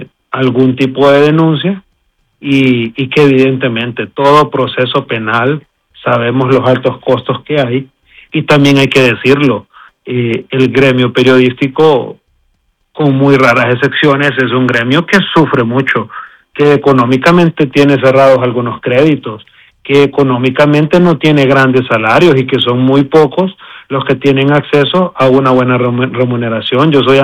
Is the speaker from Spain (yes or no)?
no; Honduras; soy un hondureño más